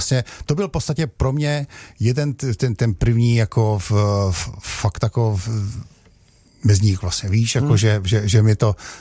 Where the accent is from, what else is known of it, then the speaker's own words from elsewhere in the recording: Šahy, Nitra Region, Slovakia; also born or lived in Šaľa; Na slovenské, no já jsem se narodil v Šale, bydleli jsme tam 3 roky a rodiče pak se odstěhovali do Šahu, Šahy, je to hraniční přejezd, je to 60 kilometrů do Pešti